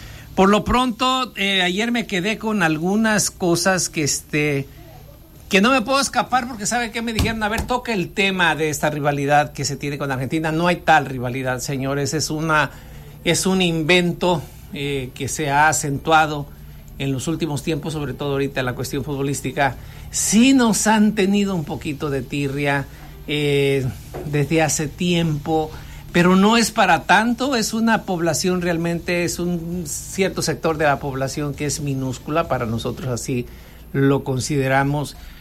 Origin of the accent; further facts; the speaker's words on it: Mexico; nosotros aquí en México pues no estamos en ese tenor. Nosotros nos sentimos muy orgullosos de nuestro indigenismo, de nuestros orígenes, de la mezcla con los españoles.